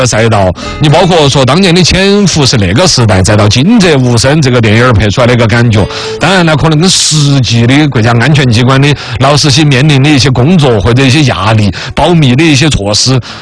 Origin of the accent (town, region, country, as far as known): China